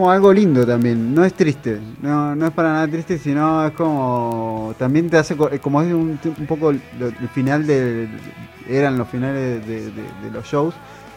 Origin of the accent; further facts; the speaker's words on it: Patagonia, Argentina; nosotros somos patagónicos, ir hasta el norte del país, hacer toda una...